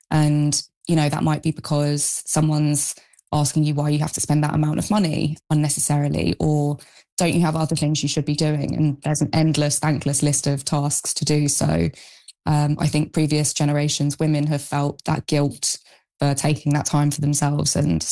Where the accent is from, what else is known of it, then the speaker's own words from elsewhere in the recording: London, United Kingdom; You know, growing up in London, I never sort of saw that as a weird thing to do.